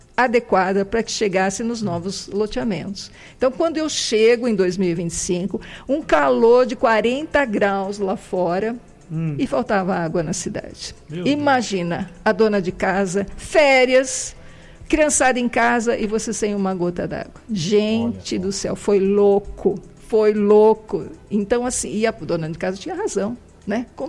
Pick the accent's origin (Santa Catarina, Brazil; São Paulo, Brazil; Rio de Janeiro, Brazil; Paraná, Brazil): São Paulo, Brazil; Cordeirópolis; que eu sou de Cordeirópolis, e Cordeirópolis precisa de ajuda.